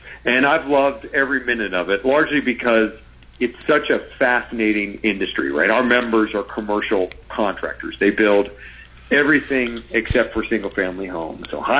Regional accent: Stuart, Florida, United States; born or raised there

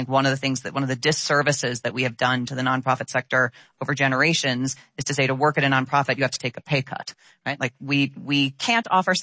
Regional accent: New York, United States; I'm born and raised in New York.

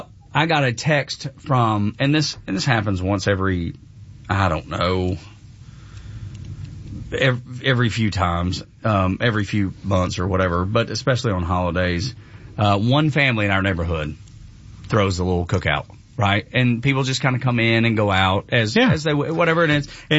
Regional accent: Dalton, Georgia, United States; growing up in Dalton, you know, it's the people that own the carpet mills and the people who work for the carpet mills, right?

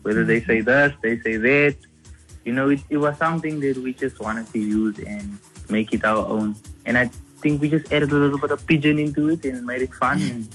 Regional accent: South Africa; growing up in South Africa, yes.

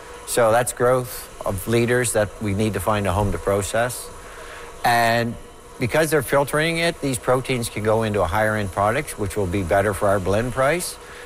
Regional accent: Sussex, New Brunswick, Canada; I'm from Sussex, and it's the heart of the dairy industry in New Brunswick

